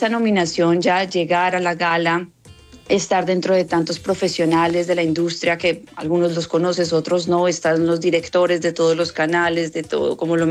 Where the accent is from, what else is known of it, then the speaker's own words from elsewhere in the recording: Colombia; Entonces, como colombiana, es contar todas esas historias